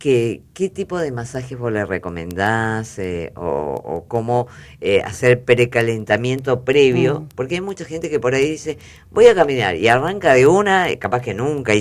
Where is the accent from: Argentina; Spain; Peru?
Argentina; como somos los argentinos, re intenso, re pesado, re ansioso.